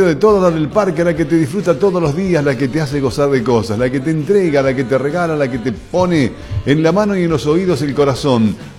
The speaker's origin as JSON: {"language": "Spanish", "town": "Maipú", "region": "Buenos Aires Province", "country": "Argentina", "tie": "born there", "moved": "yes", "said": "yo me acuerdo en Maipú, yo digo siempre mi pueblo porque amé vivir en Maipú, en Buenos Aires."}